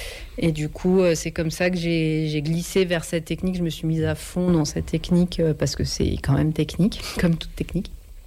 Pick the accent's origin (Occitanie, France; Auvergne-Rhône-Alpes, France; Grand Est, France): Grand Est, France; Reims; moved away; also born or lived in Arras; je suis originaire de Reims.